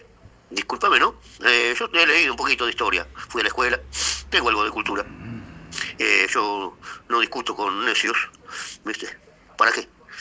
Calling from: Argentina; los argentinos empezamos a ser argentinos después de la libertad

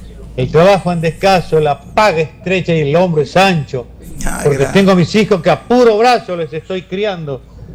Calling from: Yerba Buena, Tucumán, Argentina; Saludos desde acá, Yerba Buena

